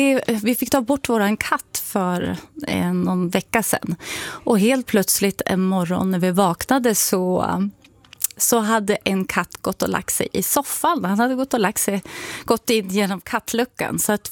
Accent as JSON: {"language": "Swedish", "town": "Timrå", "region": "Västernorrland County", "country": "Sweden", "tie": "born or raised there", "said": "Jag är uppvuxen i Timrå. Tillsammans med min mamma."}